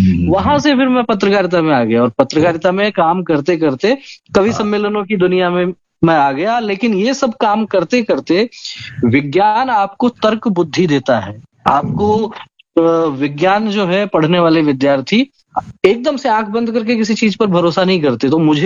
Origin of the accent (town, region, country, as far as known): Ajitgarh, Rajasthan, India; born or raised there; now in Jaipur, India